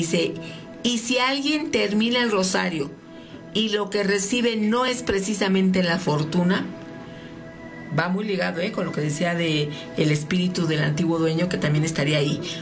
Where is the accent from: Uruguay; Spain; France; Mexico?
Mexico; Guadalajara, Jalisco; yo soy de Guadalajara y esta historia ya lleva años contándose.